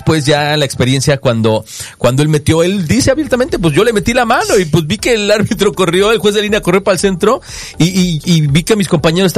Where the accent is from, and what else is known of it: Mexico